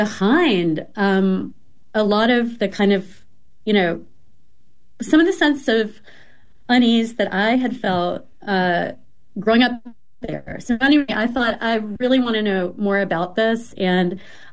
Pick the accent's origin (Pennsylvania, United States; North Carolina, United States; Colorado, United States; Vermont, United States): North Carolina, United States; Wilmington; moved away; when I was growing up in Wilmington.